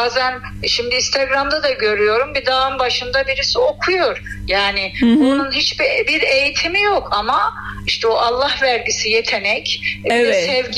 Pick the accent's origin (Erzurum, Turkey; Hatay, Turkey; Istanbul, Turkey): Erzurum, Turkey; İspir; ben Erzurum'un İspir kazasına bağlı Çamlıkaya beldesindenim.